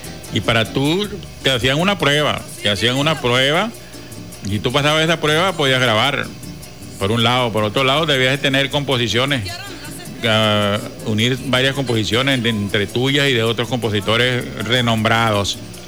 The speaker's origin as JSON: {"language": "Spanish", "town": "Guasdualito", "region": "Apure", "country": "Venezuela", "tie": "born or raised there", "said": "en mi pueblo, en Guadualito"}